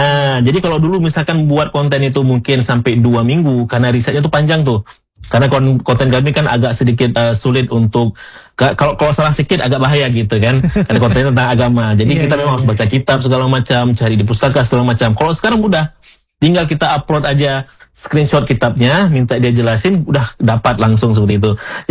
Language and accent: Indonesian; Aceh, Indonesia; Mungkin atau logatnya mungkin kita orang Aceh seperti itu, memang itu jadi ciri khas kita orang-orang Sumatera seperti itu ya.